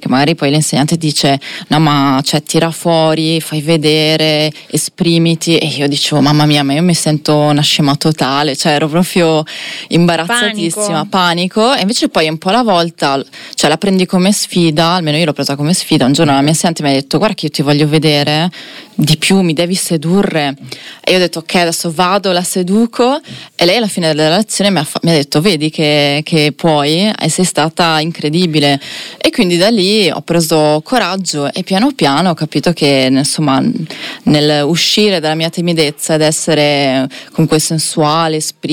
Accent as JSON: {"language": "Italian", "town": "San Donà di Piave", "region": "Veneto", "country": "Italy", "moved": "yes", "said": "Io sono di Sandona di Piave."}